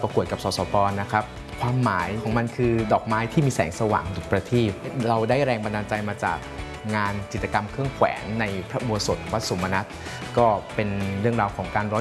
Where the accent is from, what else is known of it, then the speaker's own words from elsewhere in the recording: Chiang Mai, Thailand; หลักๆเลยตรงนี้คือเอาภายในจังหวัดเชียงใหม่คือเป็นจังหวัดบ้านเกิดของเราเอง